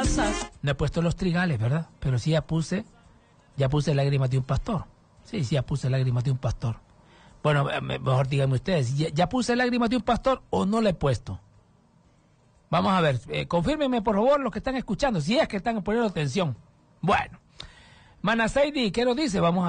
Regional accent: Honduras; yo sí estoy preocupado como hondureño.

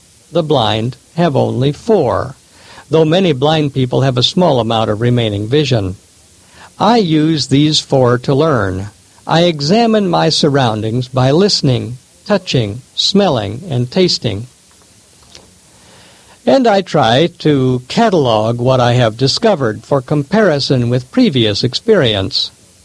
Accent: Midwest, United States; I grew up in the Midwest, a place where there is plenty of space.

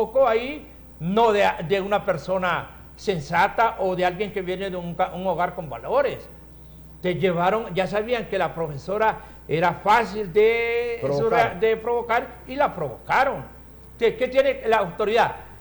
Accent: Comayagüela, Francisco Morazán, Honduras; born there; los que nacimos en Comayagüela.

